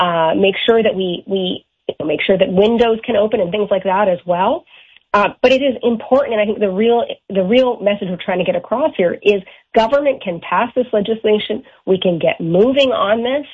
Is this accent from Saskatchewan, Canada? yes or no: no; Newfoundland and Labrador, Canada; now in Ontario, Canada; I mean, I'm from Newfoundland originally.